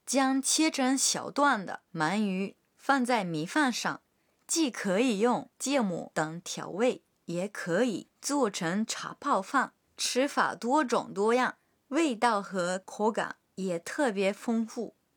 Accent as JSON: {"language": "Chinese", "country": "Japan", "second_language": "Chinese", "said": "我作为一个日本人会感到特别开心的。"}